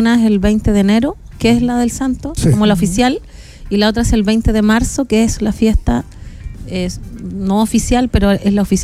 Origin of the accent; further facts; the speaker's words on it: San Miguel de Diguillín, Ñuble, Chile; also born or lived in Biobío; Yo nací en el Biobío, pero mi infancia la pasé en Ñuble